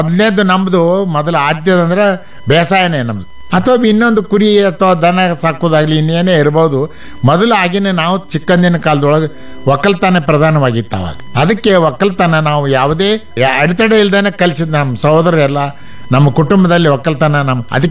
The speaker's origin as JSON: {"language": "Kannada", "region": "Karnataka", "country": "India", "tie": "born or raised there", "said": "ನನ್ನ ಹುಟ್ಟು ಅಥಣಿ ತಾಲೂಕು, ಒಂದು ಸಣ್ಣ ಒಂದು ಗ್ರಾಮ, ಅದು ಬಳವಾಡ ಅಂಥೇಳಿ, ಅಥಣಿ ತಾಲೂಕಿದೆ ಸರ್. ನಂದು 1953 ನಾನು ಜನ್ಮ ಆಯಿತು. ಆಮೇಲೆ ಬಾಲ್ಯ ಜೀವನ ಎಲ್ಲ ನಮ್ಮ ಊರಲ್ಲಿ ಕಳೆದೀವಿ."}